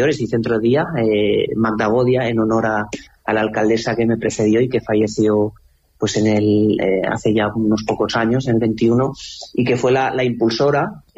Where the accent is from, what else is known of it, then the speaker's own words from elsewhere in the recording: Mequinenza, Aragon, Spain; Pues ser alcalde de mi pueblo, lo primero que me viene pues es que es el mayor honor que puede tener un ciudadano, ¿no? Un ciudadano de Mequinenza. Es un pueblo pequeño, para lo que es Aragón ya tiene una cierta dimensión, ¿no?